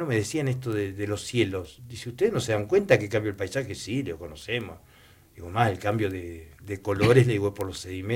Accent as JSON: {"language": "Spanish", "region": "Santa Cruz", "country": "Argentina"}